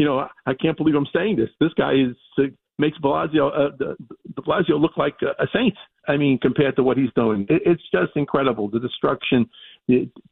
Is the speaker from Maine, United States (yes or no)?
no; New York City, New York, United States; now in Manhattan, United States; I'm a Brooklyn boy at heart, even though I live in Manhattan. I'm born and raised in Bensonhurst, Italian and Jewish neighborhood. Actually, I feel as much Jewish as I do Catholic